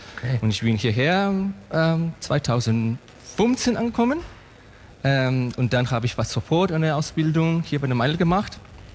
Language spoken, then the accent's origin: German; Mexico; moved away as an adult; now in Germany; Ja, alles klar, ich komme aus Mexiko. Und ich habe damals 2008 ungefähr als Hobbybrauer angefangen. Dann 2011 eine kleine Brauerei gegründet in Mexiko.